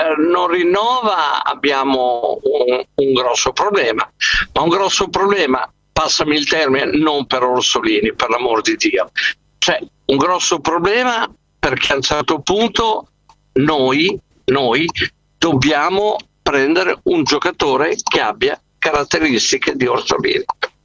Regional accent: Emilia-Romagna, Italy; anche se sono dell'Emilia Romagna.

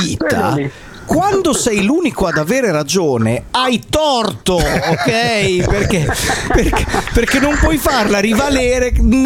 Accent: Turin, Piedmont, Italy; Ancora da torinese, sentire Barbut, Leo e Giacomo pronunciare la parola bagna cauda mi commuove.

